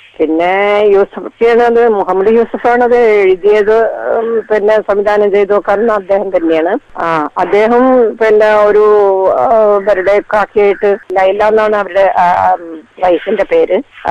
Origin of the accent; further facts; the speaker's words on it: Kozhikode, Kerala, India; ഞാൻ കോഴിക്കോട് തന്നെയാണ്, ഞാൻ ജനിച്ചതും വളർന്നതും ഒക്കെ കോഴിക്കോട് തന്നെയാണ്.